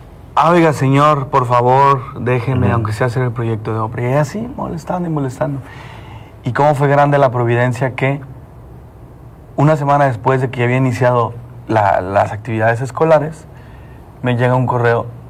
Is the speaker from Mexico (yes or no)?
yes; Mexico; así como somos los mexicanos